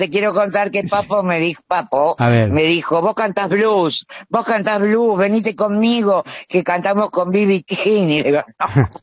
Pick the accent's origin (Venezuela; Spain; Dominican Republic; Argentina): Argentina; Avellaneda, Buenos Aires Province; yo soy de Avellaneda y amo Avellaneda